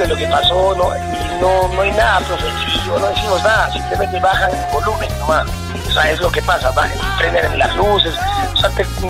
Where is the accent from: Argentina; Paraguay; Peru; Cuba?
Peru; Alca, Arequipa; also born or lived in Cotahuasi; hemos sido ya de Cotahuasi, yo soy de Alca, soy serrano por los dos lados, mi mamá es de Puquio, Chipao, Ayacucho, entonces yo tengo una sangre maldita ayacuchana con cotahuasina.